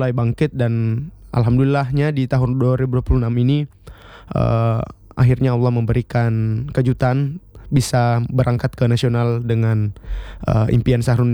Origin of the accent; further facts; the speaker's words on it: North Kolaka, Southeast Sulawesi, Indonesia; Saya dari Kolaka Utara.